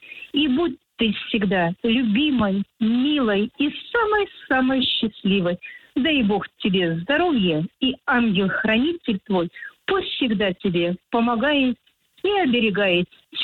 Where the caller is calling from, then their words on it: Kursk, Kursk Oblast, Russia; Мы из Курска.